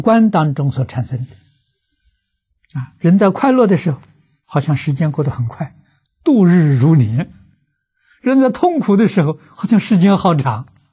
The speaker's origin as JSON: {"language": "Chinese", "country": "China"}